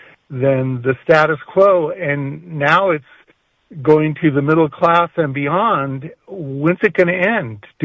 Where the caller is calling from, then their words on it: San Jose, California, United States; I'm a retired teacher in San Jose. I was a special ed educator, and I live in Silicon Valley